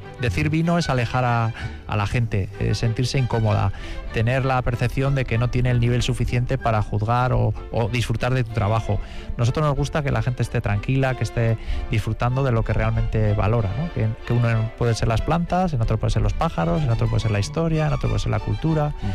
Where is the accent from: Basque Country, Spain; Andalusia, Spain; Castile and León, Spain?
Basque Country, Spain; Bilbao; born there; Nací en Santutxu